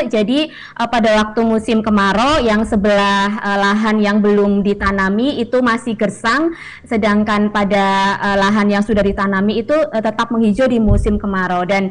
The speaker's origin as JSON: {"language": "Indonesian", "town": "Brebes", "region": "Central Java", "country": "Indonesia", "tie": "born there", "said": "di sebuah desa di tanah kelahiran saya di Brebes"}